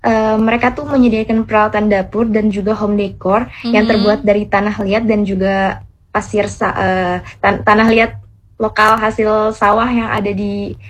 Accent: Ciruas, Banten, Indonesia; itu berasal dari daerah aku sendiri, dari Ciruas.

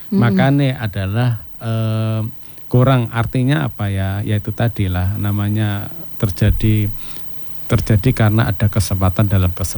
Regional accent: Java, Indonesia; Kita wong Jawa dulu nek madang itu enggak hanya beras saja ya.

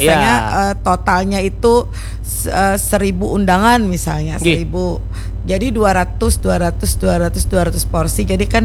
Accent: South Kalimantan, Indonesia; ibu, bapak, mohon izin, saya kan orang Banjar nih.

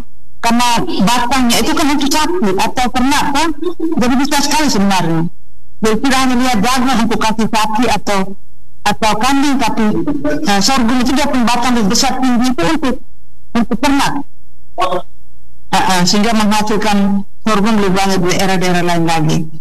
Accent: Flores, East Nusa Tenggara, Indonesia; now in Kupang, Indonesia; Iya, di kampung saya masih bagus sekali, di Florence pada umumnya.

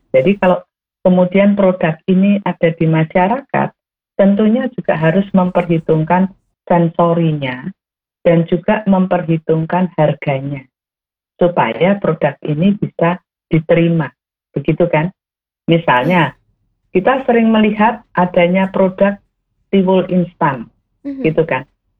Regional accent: Central Java, Indonesia; di Jawa Tengah kita kan punya pantai utara, pantai selatan.

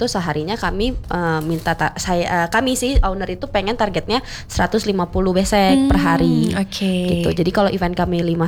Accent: West Java, Indonesia; Saya orang Sunda tapi enggak bisa Sunda.

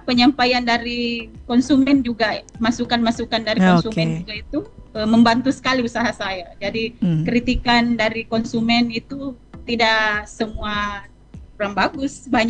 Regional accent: Sinjai, South Sulawesi, Indonesia; now in Kendari, Indonesia; Saya asli Sinjai.

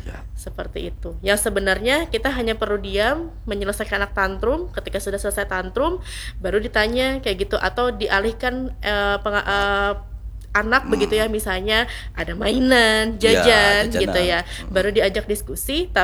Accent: Banjar, South Kalimantan, Indonesia; kita orang Banjar

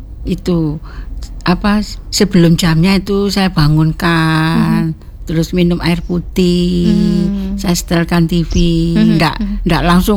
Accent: Surabaya, East Java, Indonesia; born there; Saya kelahiran Surabaya.

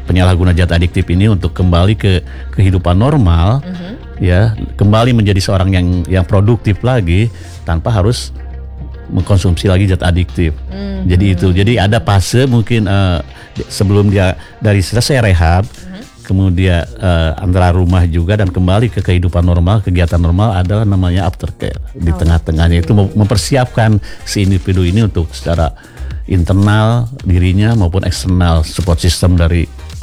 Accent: Bandung, West Java, Indonesia; now in Bali, Indonesia; Saya sebelumnya aslinya dari Bandung, tapi sudah jatuh cinta sama Bali dan sudah lama juga tinggal di Bali.

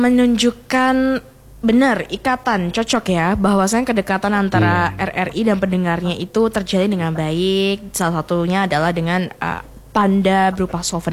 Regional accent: West Sulawesi, Indonesia; born there; now in Makassar, Indonesia; bukan berarti saya tidak cinta tanah kelahiran saya di Polman sana

